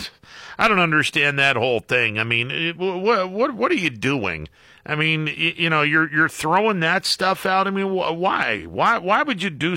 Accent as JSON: {"language": "English", "country": "United States", "tie": "born or raised there", "said": "I grew up in America in the 70s when a lot of things were closed on Sundays."}